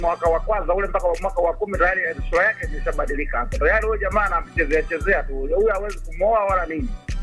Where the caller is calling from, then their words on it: Tanzania; kutoka Nyabura.